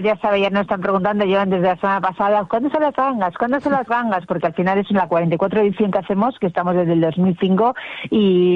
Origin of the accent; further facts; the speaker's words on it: Bilbao, Basque Country, Spain; ya sabes que somos de Bilbao y que aquí el tiempo puede ser bueno, puede ser malo